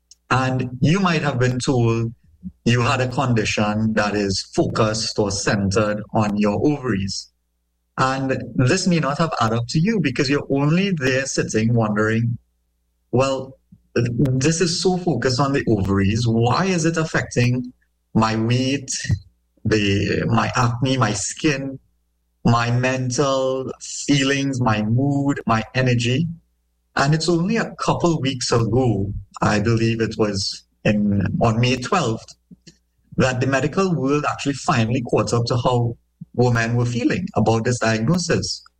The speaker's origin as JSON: {"language": "English", "country": "Trinidad & Tobago", "tie": "born or raised there", "said": "good afternoon, Trinidad and Tobago. Whether you're listening down in DB, my hometown, or DB in town, Port of Spain"}